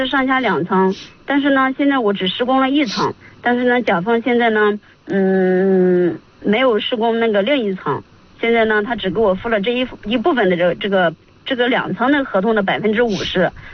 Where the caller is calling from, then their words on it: Yuncheng, Shanxi, China; 我是咱运城的。